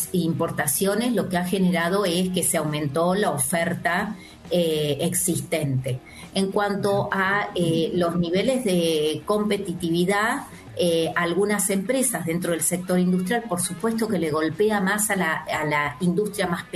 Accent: Río Negro, Argentina; now in Córdoba, Argentina; yo soy sureña, como verás, no tengo tonada cordobesa, soy rionegrina, nacida y criada en Río Negro.

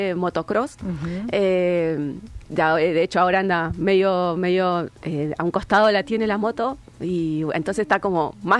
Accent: Bahía Blanca, Buenos Aires Province, Argentina; born there; now in Puerto Madryn, Argentina; yo soy nacida en Bahía

